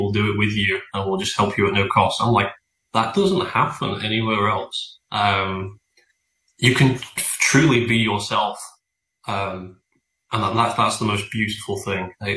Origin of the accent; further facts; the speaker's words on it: England, United Kingdom; now in United States; becoming a US citizen, because I'm more patriotic to the US, and funnily enough, I'm more patriotic to my home country, is you're not allowed to fly the Union Jack or the England flag